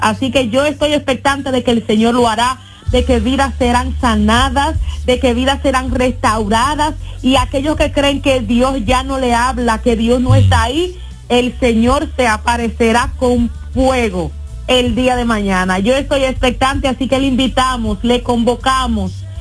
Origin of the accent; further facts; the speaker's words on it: Dominican Republic; also born or lived in New York, United States; now in Orlando, United States; Yo soy de la República Dominicana.